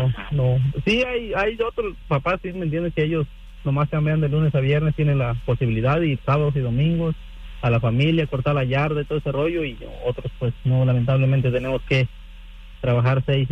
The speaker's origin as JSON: {"language": "Spanish", "country": "Mexico", "lives_now": "United States", "said": "Porque haz de cuenta que yo soy de México y en México es otro rollo"}